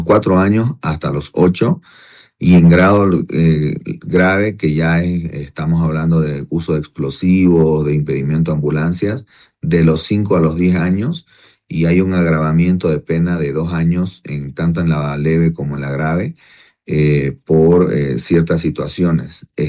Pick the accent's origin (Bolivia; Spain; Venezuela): Bolivia; la lógica de la ley es que nuestro razonamiento, nuestra cultura como bolivianos cambie